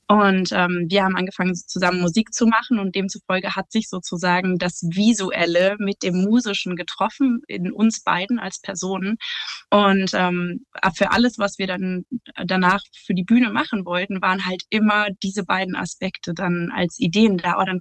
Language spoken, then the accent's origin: German; Berlin, Germany; born there